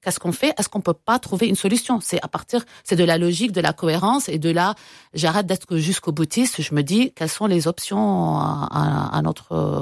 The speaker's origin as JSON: {"language": "French", "country": "Lebanon", "said": "nous, en tant que Libanais"}